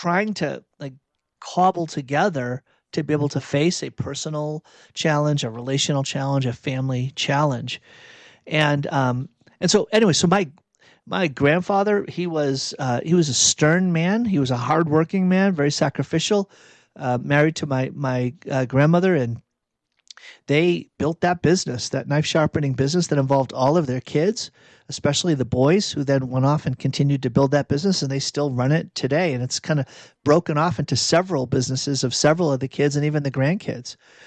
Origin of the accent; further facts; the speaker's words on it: Burlington, Massachusetts, United States; Let me go back to my growing up in Burlington, Massachusetts stories and connect that to your life of faith and mine as well.